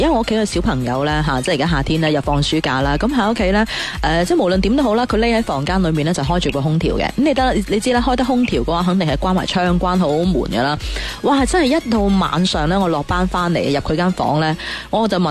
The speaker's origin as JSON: {"language": "Cantonese", "region": "Guangdong", "country": "China"}